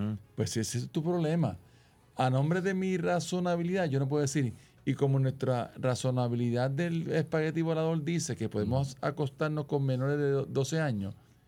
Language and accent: Spanish; Caguas, Puerto Rico; Yo me crié en un barrio en Cagua donde la entrada del barrio mío era un templo espiritista.